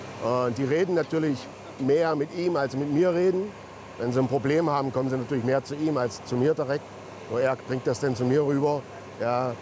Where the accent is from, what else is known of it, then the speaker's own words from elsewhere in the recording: Dessau, Saxony-Anhalt, Germany; moved away as an adult; now in Fiji; Ich komme ursprünglich aus Dessau, das war in der alten DDR.